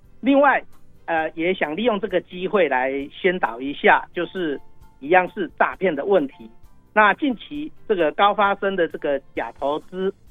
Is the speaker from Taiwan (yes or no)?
yes; Lukang, Changhua County, Taiwan; 我们鹿港彰化这边也有很多的一个小吃，还有控骂崩啊，这个部分都相当的知名啊，也欢迎啊全国各地的这个游客到我们彰化这边来这边吃肉圆啊